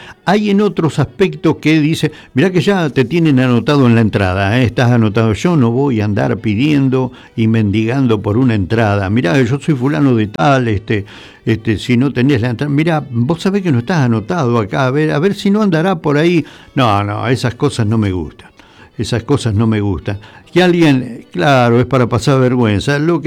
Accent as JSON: {"language": "Spanish", "country": "Argentina"}